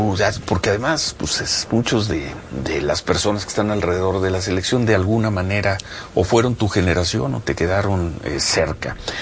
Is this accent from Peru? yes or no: no; Mexico; somos mexicanos.